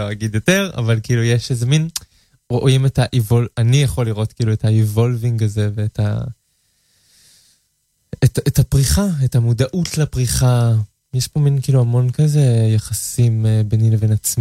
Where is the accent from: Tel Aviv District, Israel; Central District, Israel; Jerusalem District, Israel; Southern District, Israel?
Tel Aviv District, Israel; Kfar Azar; גדלתי בכפר עזר.